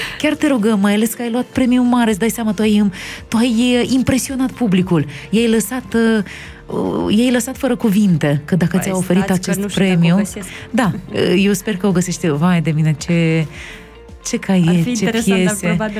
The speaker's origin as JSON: {"language": "Romanian", "country": "Moldova", "said": "Eu sunt de la nord"}